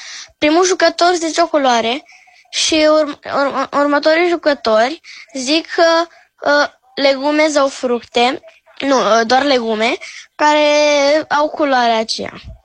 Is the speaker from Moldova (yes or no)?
no; Romania; din România și aș vrea să vă spun un joc.